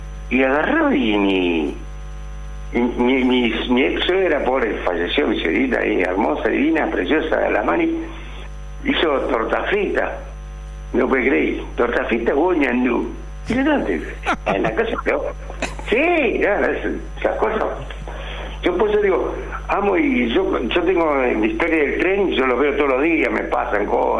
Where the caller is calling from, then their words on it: Argentina; Que es lo que nos dio vida a nosotros como ser, como argentino.